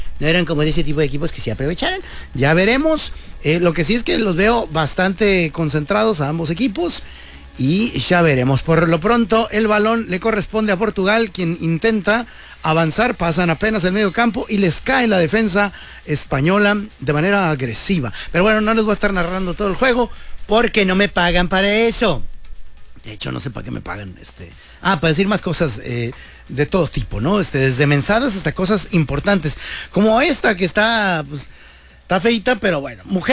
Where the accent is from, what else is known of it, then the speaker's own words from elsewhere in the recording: Mexico; estamos bien representados como mexicanos